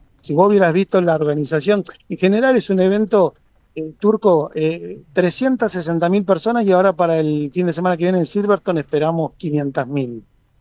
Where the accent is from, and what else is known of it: Argentina